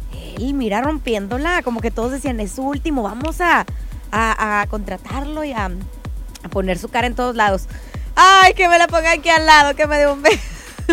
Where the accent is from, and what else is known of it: Mexico